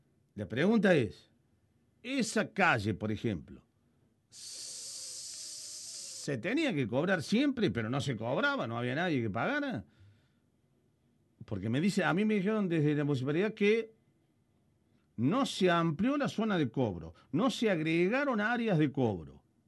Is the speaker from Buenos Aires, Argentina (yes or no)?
no; La Calera, Córdoba, Argentina; Soy de La Calera y en Don Menil estaban revisando hasta el baúl del auto.